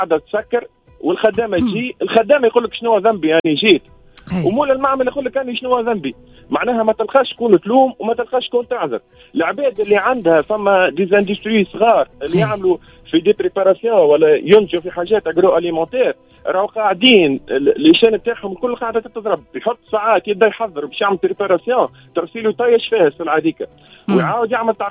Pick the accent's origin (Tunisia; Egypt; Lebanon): Tunisia; Chorbane, Mahdia Governorate; born there; في مسقط رأسي راهو عندها سنين ربي تعاني